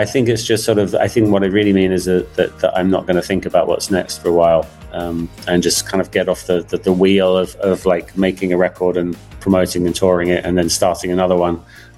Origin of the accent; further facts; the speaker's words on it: England, United Kingdom; Yeah, I think as an Englishman, I'm supposed to say tea, but yeah.